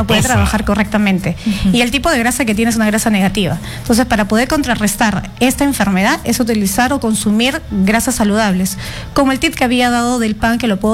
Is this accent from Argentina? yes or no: no; Peru; si consumo un alimento clásico, tradicional, como buen peruano, que es el arroz o el fideos